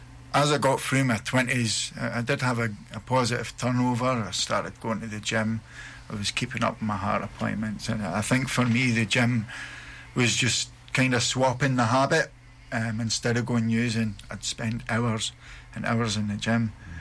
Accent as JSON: {"language": "English", "town": "Aberdeen", "region": "Scotland", "country": "United Kingdom", "said": "we're from Aberdeen"}